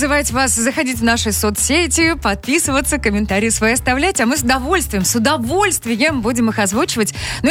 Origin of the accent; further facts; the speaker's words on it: Russia; Мальчик меня спрашивает: вы откуда? Из России.